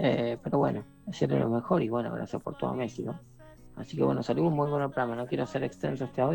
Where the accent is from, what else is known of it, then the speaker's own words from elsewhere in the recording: Morón, Buenos Aires Province, Argentina; de Morón. Tengo 23 años, o sea que cuando Messi entró a la selección tenía 3.